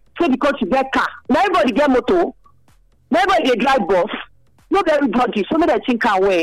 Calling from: Benin City, Edo, Nigeria; I call from Upper Lawani.

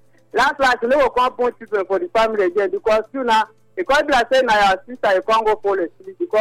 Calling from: Nigeria; I am calling from GRA.

